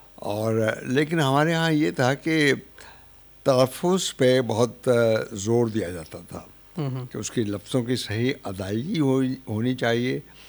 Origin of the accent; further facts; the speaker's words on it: Sialkot, Punjab, Pakistan; moved away; میرا تعلق سیالکوٹ سے ہے.